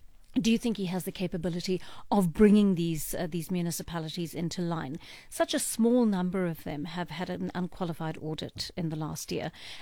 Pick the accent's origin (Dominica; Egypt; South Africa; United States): South Africa; now in Johannesburg, South Africa; as a South African citizen